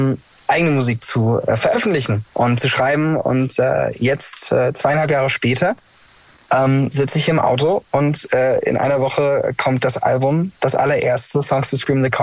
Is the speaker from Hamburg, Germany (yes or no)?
no; Ravensburg, Baden-Württemberg, Germany; Jawohl, da komme ich her, die Stadt der Türme. Ganz, ganz unten so drei Ländereck zwischen der Schweiz, Österreich und South Germany.